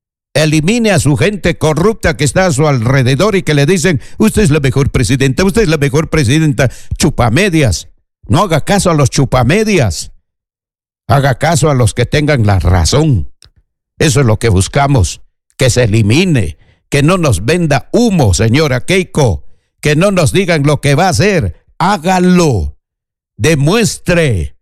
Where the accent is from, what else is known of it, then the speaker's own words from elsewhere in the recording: Peru; Nosotros, como peruanos